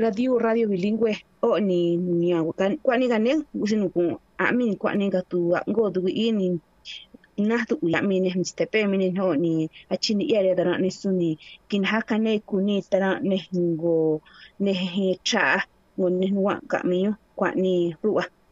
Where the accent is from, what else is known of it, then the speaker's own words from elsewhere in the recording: Oaxaca, Mexico; first language Triqui; Spanish is a second language; en mi lengua materna Triqui Alta.